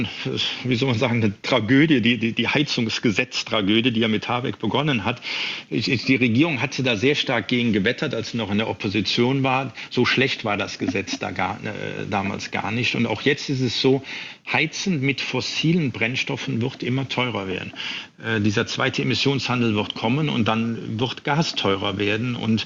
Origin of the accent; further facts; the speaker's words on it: Mannheim, Baden-Württemberg, Germany; Also ich komme aus Mannheim